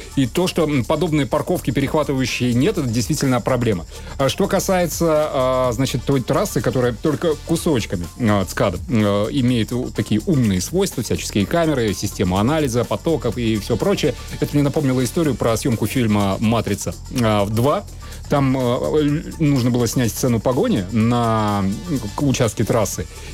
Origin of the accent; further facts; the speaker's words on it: Polyarny, Murmansk Oblast, Russia; now in Murmansk, Russia; я просто вырос не в Мурманске, а в Полярном